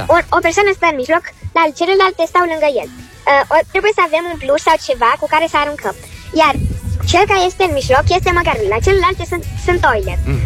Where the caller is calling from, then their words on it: Cluj-Napoca, Cluj County, Romania; din Cluj, am 8 ani